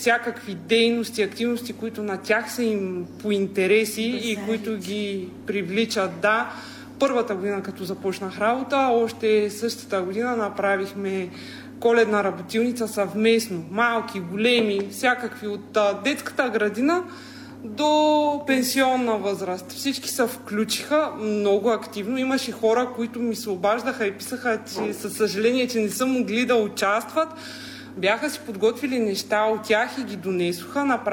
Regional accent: Strelcha, Pazardzhik Province, Bulgaria; now in Dobri Dyal, Bulgaria; Като не съм родом от Добри дял, а съм от Средногорието, Стрелча, сърцето на Средна гора.

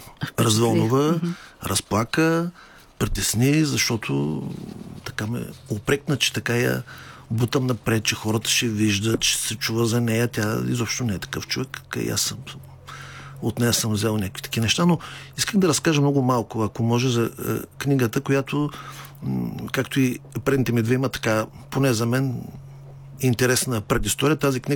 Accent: Ruse, Ruse Province, Bulgaria; moved away; в моя роден град

